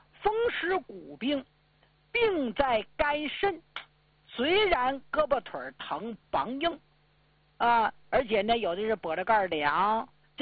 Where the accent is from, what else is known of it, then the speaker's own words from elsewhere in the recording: Northeast China, China; accent: Northeastern dialect; 我净用咱们东北老家话跟你们唠嗑。